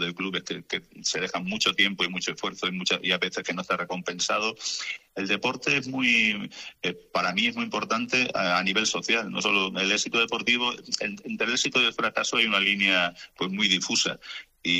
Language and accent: Spanish; Cáceres, Extremadura, Spain; porque yo soy un cacereño.